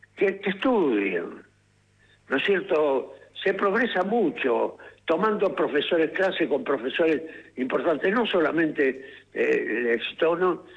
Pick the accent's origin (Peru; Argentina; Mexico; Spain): Argentina; now in San Isidro, Argentina; soy el actor argentino que más Shakespeare hizo